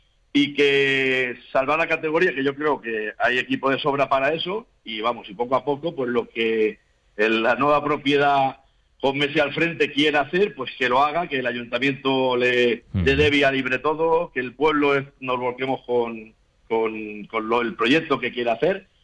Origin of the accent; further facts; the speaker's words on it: Elda, Valencian Community, Spain; somos del pueblo. Y consideramos al Deportivo parte de Elda